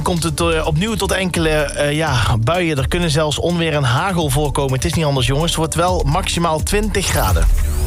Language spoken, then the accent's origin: Dutch; North Brabant, Netherlands; wij als Brabanders